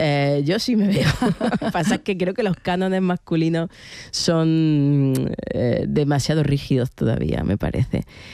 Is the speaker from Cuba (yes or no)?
no; Almería, Andalusia, Spain; moved away; A mí Almería, aparte de evidentemente lo emocional que me conecta, ¿no? Por haberme criado allí, mi familia sigue allí